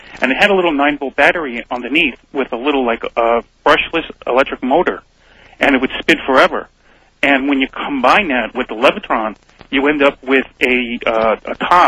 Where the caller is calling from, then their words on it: Hanksville, New York, United States; from Hanksville, Long Island.